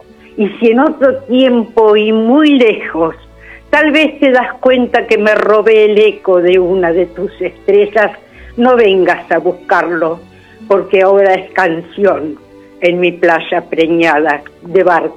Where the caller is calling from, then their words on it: Bahía Blanca, Buenos Aires Province, Argentina; No, estoy en Bahía Blanca. … de Bahía Blanca.